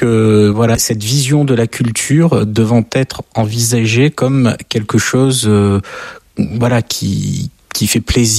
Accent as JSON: {"language": "French", "country": "France", "said": "Mon rêve n'est pas de vivre aux États-Unis. Je suis français, je vis en France."}